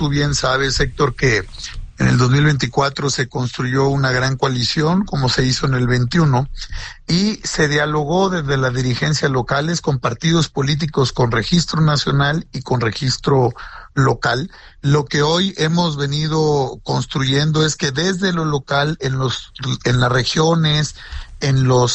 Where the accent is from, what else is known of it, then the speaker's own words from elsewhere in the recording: Mexico; Antes de ser priistas, panistas, de cualquier partido político, somos mexicanos